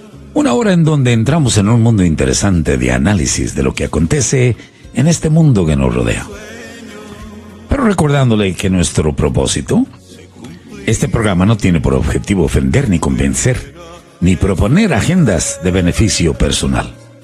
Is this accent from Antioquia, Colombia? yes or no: yes; Medellín, Antioquia, Colombia; now in United States; mi pueblo, la ciudad de Medellín, son entre las 10 mejores ciudades para vivir